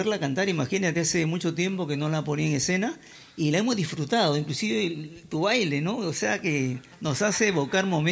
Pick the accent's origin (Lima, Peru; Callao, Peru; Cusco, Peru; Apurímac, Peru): Lima, Peru; nosotros somos del barrio de La Victoria, el Parque Porvenir. Y en los años 70 habían los gitanos y gitanas.